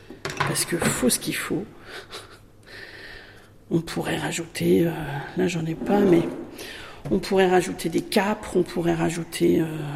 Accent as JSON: {"language": "French", "region": "Brittany", "country": "France", "said": "Chez nous, en Bretagne en tout cas, sur les côtes"}